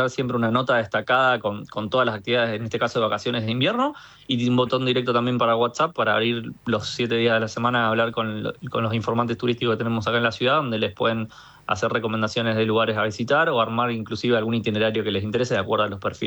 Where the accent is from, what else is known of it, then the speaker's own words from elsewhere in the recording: Rosario, Santa Fe, Argentina; nosotros como Rosarino